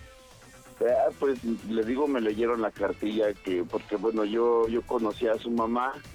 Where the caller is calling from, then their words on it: Cuautitlán, State of Mexico, Mexico; En Cuautitlán, México.